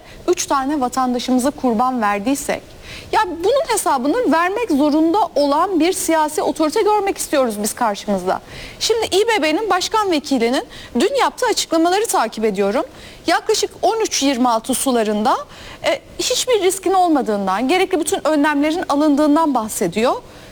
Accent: Istanbul, Turkey; bir İstanbullu olarak konuşuyorum.

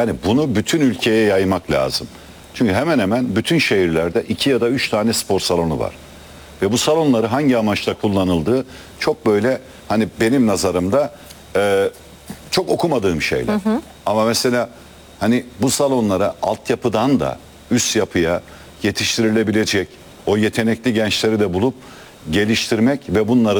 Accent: Torul, Gümüşhane, Turkey; İşte benim memleketim yani, Gümüşhane Torun.

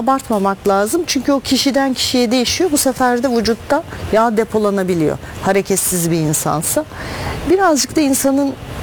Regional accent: Istanbul, Turkey; born there; ben İstanbul doğumluyum

